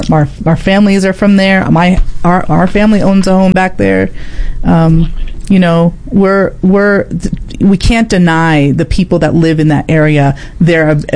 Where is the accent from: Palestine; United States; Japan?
Palestine; Whereas the rest were from the Levantine region, and we are from Palestine. I can go back five decades, to my fifth grandfather passed.